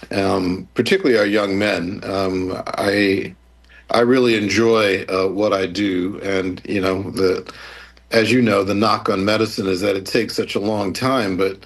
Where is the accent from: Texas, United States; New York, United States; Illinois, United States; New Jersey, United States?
New York, United States; Long Island; moved away; Most of my family is from Louisiana. And although I grew up in Long Island, I have a ton of family in New Orleans. So after going to college at USC, I went to med school at Tulane.